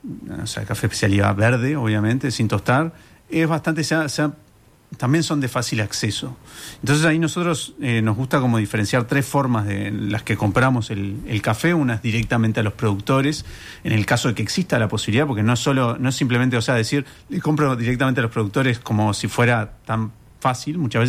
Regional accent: Uruguay

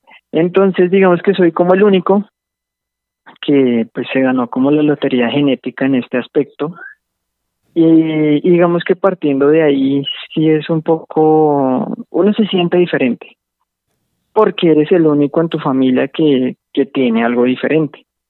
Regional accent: Bogotá, Colombia; born there; Yo nací en Bogotá, soy del año 94, tengo 32 años actualmente.

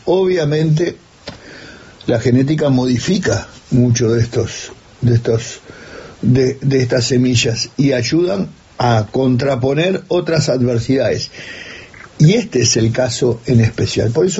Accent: Uruguay

